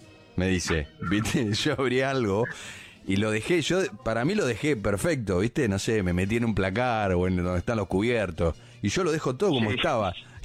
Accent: Argentina; Somos argentinos, nosotros cenamos 10 de la noche, 10 y media.

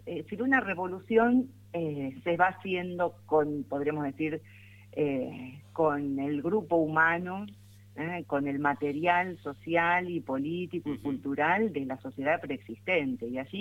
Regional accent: Argentina

